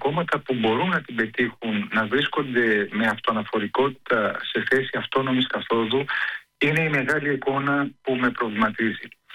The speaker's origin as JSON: {"language": "Greek", "town": "Thessaloniki", "region": "Central Macedonia", "country": "Greece", "said": "στην πόλη μου στη Θεσσαλονίκη"}